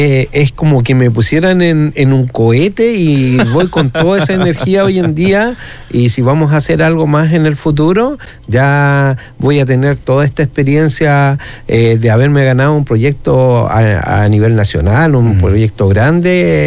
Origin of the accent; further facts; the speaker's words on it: Los Vilos, Coquimbo, Chile; yo soy vileño, ya, pero fui criado en Agua Amarilla. O sea, claro, nací en Agua Amarilla porque no hay posta, no hay nada.